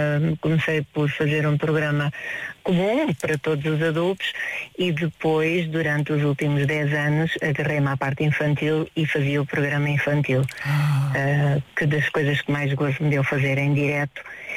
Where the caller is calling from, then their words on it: Leiria, Centro, Portugal; sou de Leiria